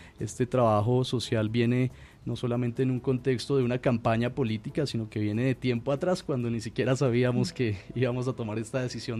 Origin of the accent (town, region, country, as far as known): Tunja, Boyacá, Colombia